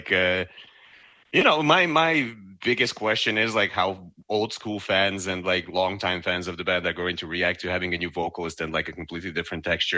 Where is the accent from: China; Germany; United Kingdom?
Germany